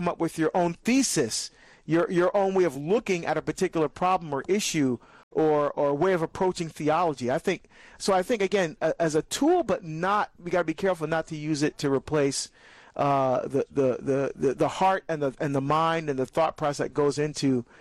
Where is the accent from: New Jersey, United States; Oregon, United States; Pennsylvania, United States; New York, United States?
New Jersey, United States; my home state of New Jersey